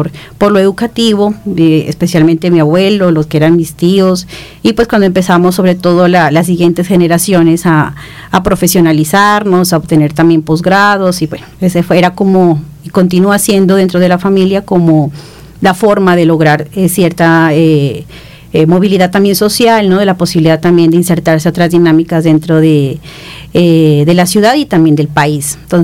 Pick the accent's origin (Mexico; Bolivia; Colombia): Colombia; Pasto, Nariño; yo soy nacida en la ciudad de Pasto, ahí crecí en un barrio que se llamaba el Barrio Obrero. Toda mi familia creció y hizo su familia en ese mismo barrio … especialmente.